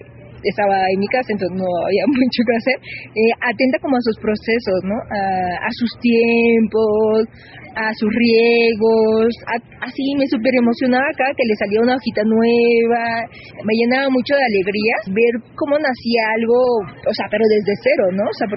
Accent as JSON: {"language": "Spanish", "region": "Veracruz", "country": "Mexico", "tie": "born or raised there", "moved": "yes", "said": "me recuerda mucho como a mi infancia en Veracruz."}